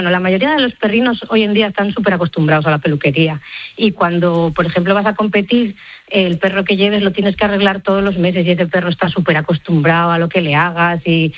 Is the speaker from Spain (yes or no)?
yes; Asturias, Spain; now in Barcelona, Spain